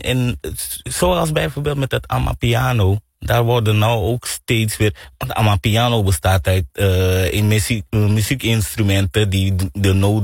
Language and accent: Dutch; Suriname; Iedereen weet dat wij als Surinamers gastvrij zijn.